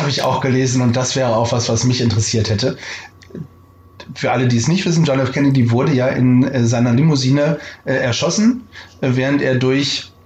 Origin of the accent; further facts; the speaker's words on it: Bremen, Germany; Ich als gebürtiger Bremer